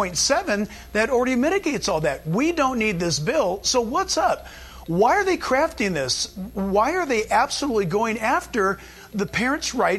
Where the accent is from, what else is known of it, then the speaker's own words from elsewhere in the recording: California, United States; Listen, born and raised in California, fought for this state. I'll fight for this state.